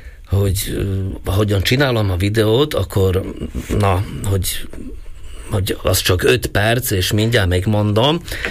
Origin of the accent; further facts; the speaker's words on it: Slovakia; Hát, mert én a szlovák-magyar vagyok